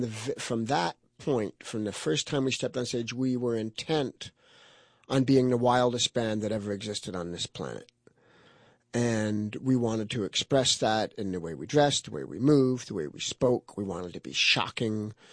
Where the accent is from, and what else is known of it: Hollywood, California, United States; born or raised there